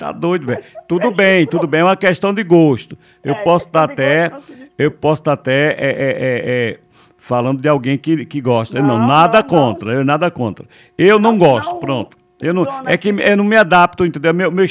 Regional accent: Northeast Region, Brazil; Eu sou nordestino, cabo retado, eu gosto mais de comida nordestina.

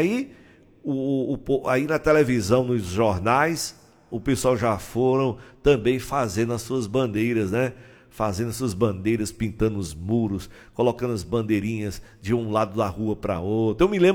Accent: Brazil; ele é brasileiro igual eu, somos brasileiros

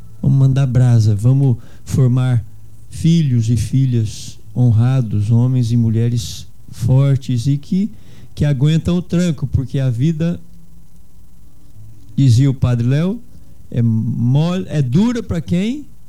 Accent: Brazil; eu sou brasileiro também.

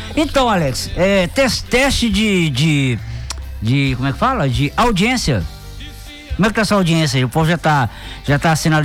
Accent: Nova Era, Minas Gerais, Brazil; Nova Era, minha terra natal.

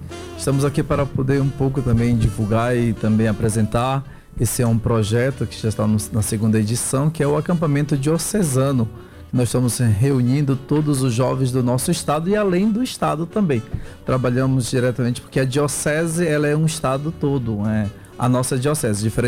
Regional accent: Afuá, Pará, Brazil; now in Macapá, Brazil; eu nasci ali em Afuá, na terra do camarão.

